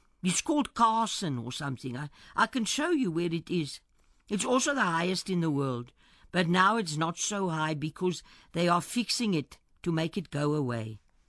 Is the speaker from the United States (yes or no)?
no; Standerton, Mpumalanga, South Africa; You see, we came from Standerton. Yeah, it's far away.